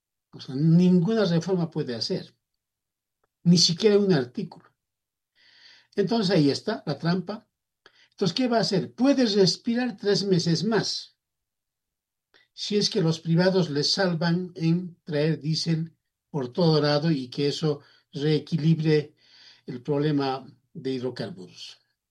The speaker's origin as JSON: {"language": "Spanish", "country": "Bolivia", "said": "vamos a terminar en la miseria como bolivianos."}